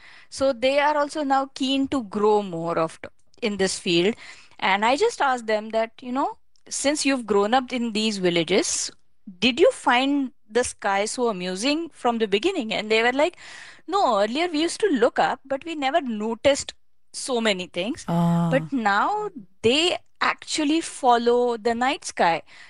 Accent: Mumbai, Maharashtra, India; First of all, being a city girl, I'm born and brought up in Mumbai. So there are very, very few stars that we get to see from Mumbai.

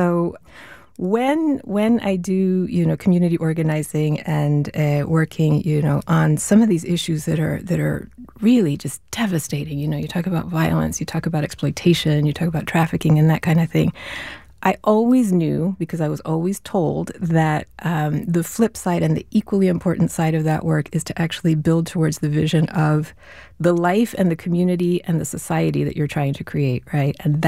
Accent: Venezuela; Well, I wasn't raised in the U.S. I grew up in Venezuela.

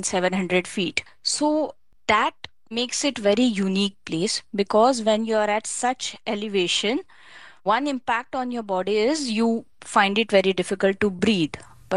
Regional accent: Mumbai, Maharashtra, India; born or raised there

